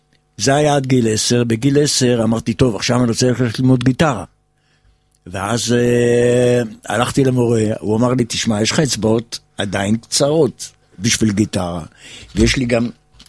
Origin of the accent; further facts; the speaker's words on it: Tel Aviv, Tel Aviv District, Israel; אני גדלתי בתל אביב, בדרום תל אביב